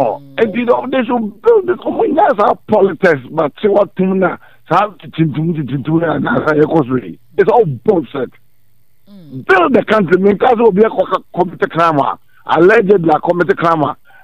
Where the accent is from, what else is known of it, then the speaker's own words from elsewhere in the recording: Ghana; We are very passionate, Ghanaian.